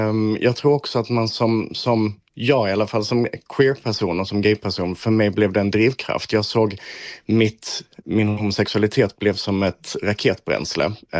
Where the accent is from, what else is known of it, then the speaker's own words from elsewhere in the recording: Klippan, Skåne, Sweden; moved away; när jag var 19 och när jag växte upp i Klippan så kände jag inte riktigt att Klippan var min stad eller min by.